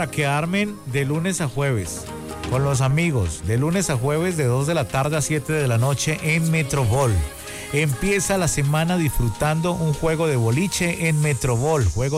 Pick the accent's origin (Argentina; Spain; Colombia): Colombia; now in Monterrey, Mexico